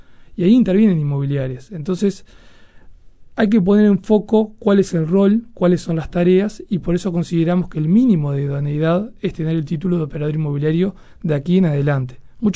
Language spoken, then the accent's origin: Spanish; Uruguay; uno como uruguayo